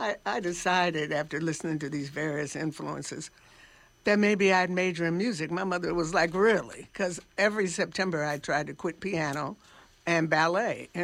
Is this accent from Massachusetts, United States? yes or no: no; Chicago, Illinois, United States; in Hyde Park, right, where I grew up.